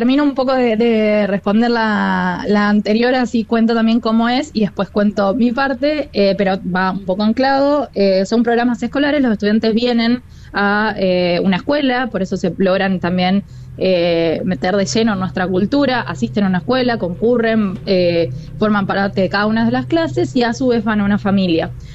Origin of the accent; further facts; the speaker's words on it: Concordia, Entre Ríos, Argentina; moved away as an adult; also born or lived in Buenos Aires; now in Rosario, Argentina; desde ahí yo empecé a ser voluntaria en mi ciudad natal. Yo soy de Concordia, Entre Ríos, me mudé a Buenos Aires, donde estudié mi carrera, y también fui voluntaria ahí, y terminé acá en Rosario